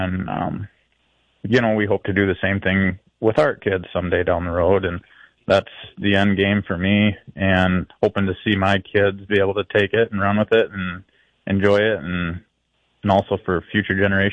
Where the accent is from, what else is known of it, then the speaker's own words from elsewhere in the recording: Valley Springs, South Dakota, United States; I am from Valley Springs, South Dakota.